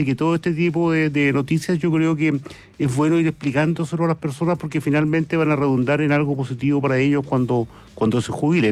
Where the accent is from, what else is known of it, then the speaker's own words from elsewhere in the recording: Chile; a mí, como ciudadano chileno